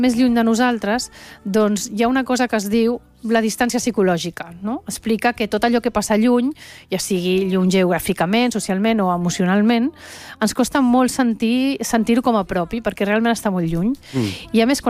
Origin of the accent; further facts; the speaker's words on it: Venezuela; accent: Venezuelan; now in Barcelona, Spain; Perquè jo quan vaig arribar de Venezuela, vaig venir directe de Venezuela aquí a Barcelona, parlava un català amb accent veneçolà